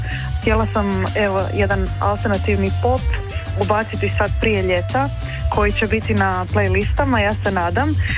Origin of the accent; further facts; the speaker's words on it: Croatia; kod nas u Hrvatskoj